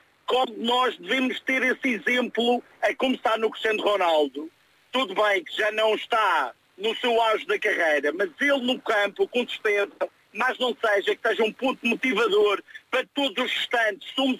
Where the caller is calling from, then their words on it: Madeira, Portugal; aqui na Madeira, costumo dizer que sou descendente daqueles navegadores bravos do século XV